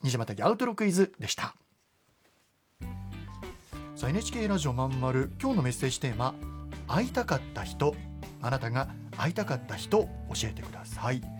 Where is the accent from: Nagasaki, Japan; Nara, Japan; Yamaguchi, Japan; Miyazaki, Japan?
Yamaguchi, Japan; Ube; moved away; 私のふるさとは隣の宇部市なんですけど